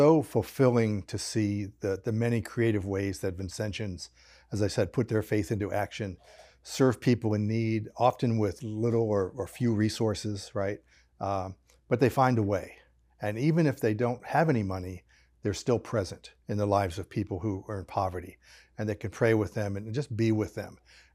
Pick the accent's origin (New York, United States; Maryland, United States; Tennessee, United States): Maryland, United States; Washington; I grew up in Washington, D.C. in the Maryland suburbs.